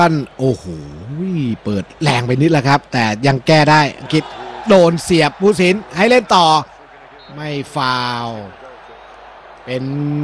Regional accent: Bangkok, Thailand

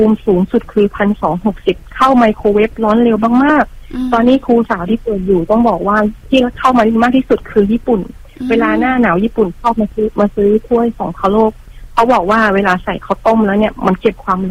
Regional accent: Sukhothai, Thailand; เราเติบโตมาท่ามกลางสังคโลกเลยเราอยู่ในเราเป็นเด็กเมืองเก่าเด็กจังหวัดสุโขทัย

